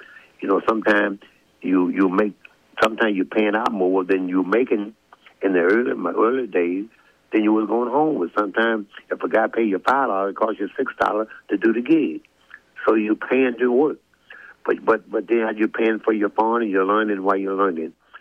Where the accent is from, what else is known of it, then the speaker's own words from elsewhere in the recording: Arkansas, United States; born there; moved away; it makes me feel good to be back in my home state.